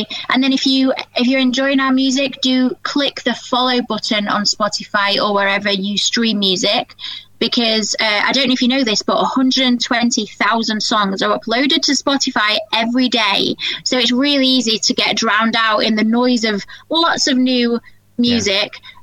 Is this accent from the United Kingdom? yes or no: yes; Rotherham, Yorkshire and the Humber, United Kingdom; moved away; I grew up in Rotherham, so that's basically my home city.